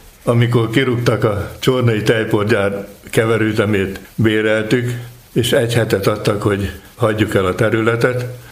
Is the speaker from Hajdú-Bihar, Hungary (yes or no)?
no; Gelénes, Szabolcs-Szatmár-Bereg, Hungary; born there; moved away; Gelénesen van a szülői házam, én örököltem meg